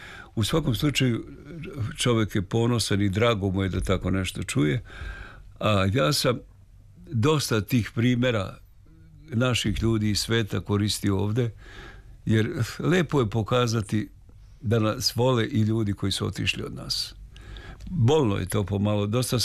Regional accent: Serbia

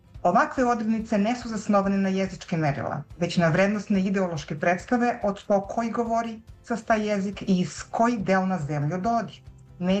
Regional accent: Niš, Nišava District, Serbia; now in United States; Rođena sam u Niš, gde sam živela do pre 10 godine, kad sam se sa porodicu preselila u Sjedinjene Američke Države, gde i dan danas rabotim i živim.

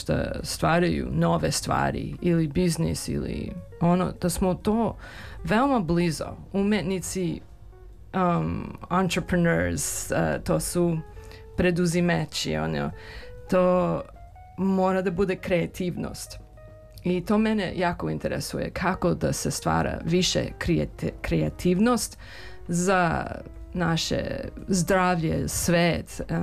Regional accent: Serbia; ja nisam Romkinja, ja sam Srpkinja

